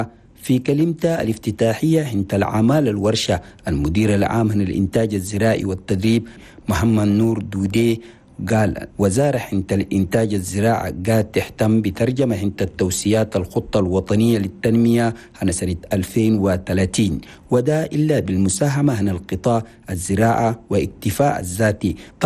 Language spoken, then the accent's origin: Arabic; Chad; بلدنا تشاد